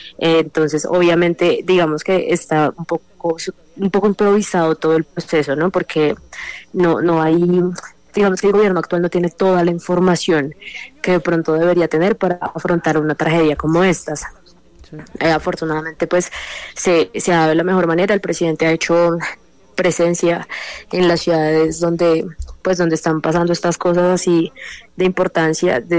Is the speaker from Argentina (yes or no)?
no; Colombia